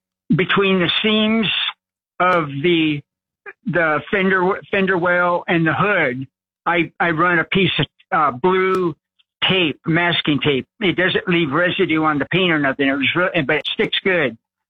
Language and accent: English; California, United States; I'm from California all my life. I never had the problem, but living in the desert, beautiful area. High desert